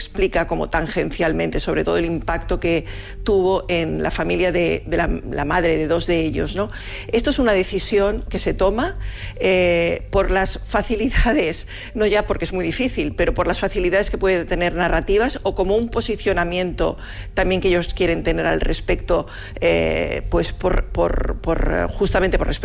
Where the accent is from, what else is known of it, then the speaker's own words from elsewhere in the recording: Seville, Andalusia, Spain; now in Barcelona, Spain; bueno, soy sevillana, pero resido en Barcelona de hace muchos años